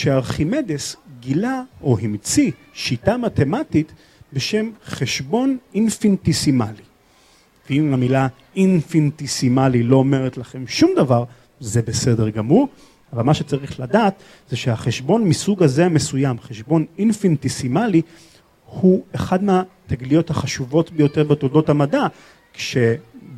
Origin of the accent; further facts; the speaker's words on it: Haifa, Haifa District, Israel; כמי שגדל בחיפה